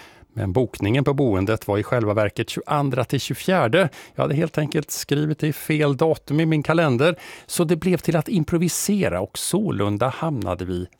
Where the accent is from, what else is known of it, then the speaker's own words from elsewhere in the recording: Västra Götaland County, Sweden; det glädjer mig extra mycket som dalslänning att fler upptäcker detta vackra landskap.